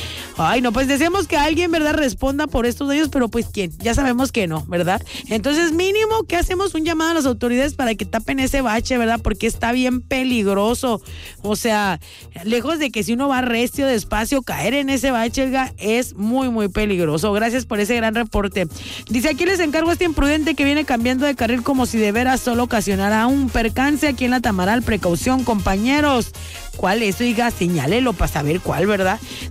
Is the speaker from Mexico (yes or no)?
yes; Mexico; como buenos mexicanos que somos